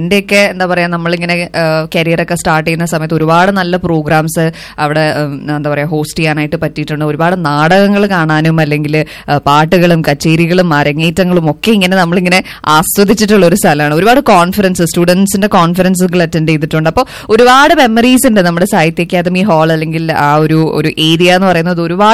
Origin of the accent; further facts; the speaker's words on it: Thrissur, Kerala, India; ഞാനൊരു തൃശ്ശൂർക്കാരിയാണ്